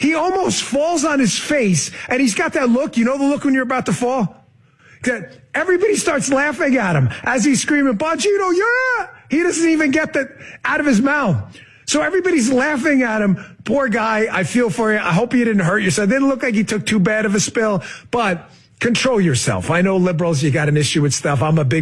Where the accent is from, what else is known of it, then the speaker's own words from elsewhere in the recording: New York, United States; I grew up a Yankee in New York. I'm a Northerner.